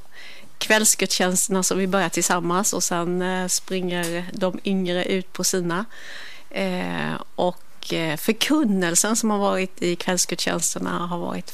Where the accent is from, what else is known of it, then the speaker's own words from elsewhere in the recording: Hagshult, Jönköping County, Sweden; moved away as an adult; now in Gothenburg, Sweden; I Hagshult, eller Hagshult som man säger om man inte är infödd där. Där är jag uppväxt.